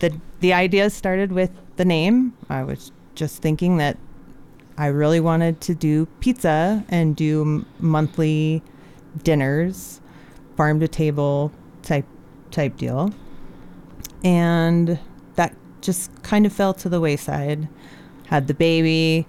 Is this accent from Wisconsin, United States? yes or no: no; Willard, Utah, United States; I was born and raised in Willard, Utah, on a peach and cherry tree orchard.